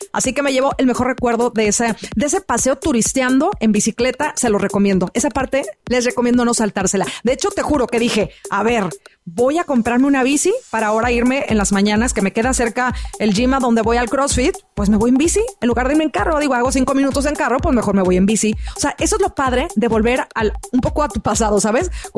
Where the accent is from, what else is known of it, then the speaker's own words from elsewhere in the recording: Mazatlán, Sinaloa, Mexico; recordar así mi tierrita Santa Mazatlán. Porque acuérdense que yo soy también de tierra de, así de mar bonito